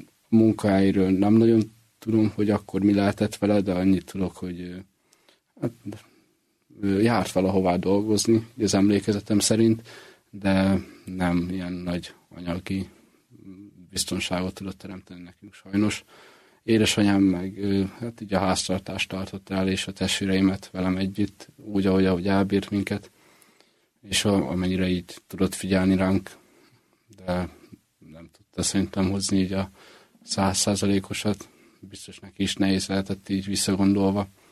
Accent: Mezőberény, Békés, Hungary; és utána leköltöztünk Békés megyébe, azon belül Mezőberénybe. Utána ott töltöttem a gyerekkorom, egészen 8 éves koromig, elég szegény körülmények közt.

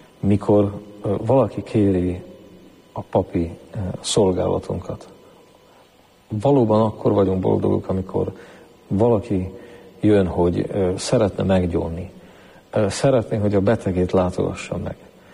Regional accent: Babindol, Nitra Region, Slovakia; én egy kis településről származom. Zoborvidékről, Bábindal, 700 lakosú a település

